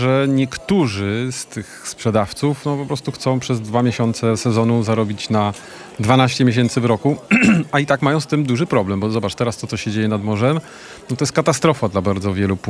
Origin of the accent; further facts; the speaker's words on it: Warsaw, Masovian Voivodeship, Poland; my tutaj warszawiacy